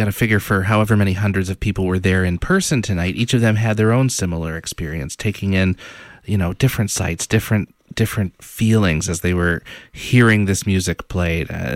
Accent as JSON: {"language": "English", "town": "Detroit", "region": "Michigan", "country": "United States", "tie": "born or raised there", "said": "And I grew up in Metro Detroit and have been listening to the DSO for a while."}